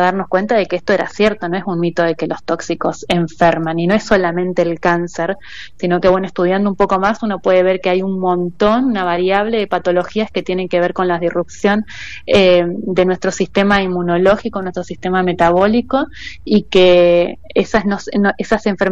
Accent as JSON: {"language": "Spanish", "town": "Paraná", "region": "Entre Ríos", "country": "Argentina", "moved": "as an adult", "lives_now": "Colonia Ensayo, Argentina", "said": "Yo soy de Paraná, de la ciudad de Paraná"}